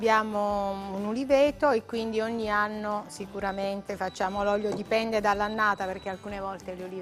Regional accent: Calabria, Italy; Calabria. Sì, lo dico con orgoglio perché nell'Italia è miniatura, per chi non lo sapesse.

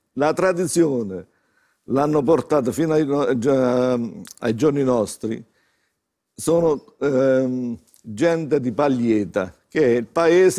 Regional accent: Torino di Sangro, Abruzzo, Italy; Noi siamo di Torino di Sangro

